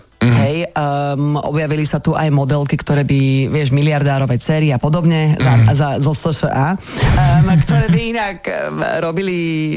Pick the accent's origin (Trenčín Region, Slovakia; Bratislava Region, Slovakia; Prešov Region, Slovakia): Bratislava Region, Slovakia; Bratislava; Nežijem Petržalke, ale som z Petržalky, hej.